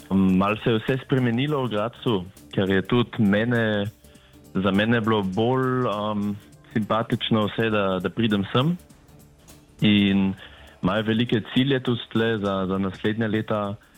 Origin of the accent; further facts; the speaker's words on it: Eisenkappel, Carinthia, Austria; also born or lived in Klagenfurt; now in Graz, Austria; Ker smo v bistvu iz Železne Kaplje oziroma Celovca, je zdaj seveda bliže domovini, da sem v Gracu, imam pa tle tudi stanovanje od kluba, tako da živim v Gracu od zdaj naprej.